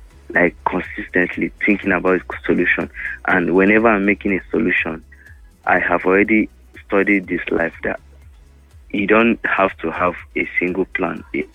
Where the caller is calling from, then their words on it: Suleja, Niger State, Nigeria; calling from Suleja.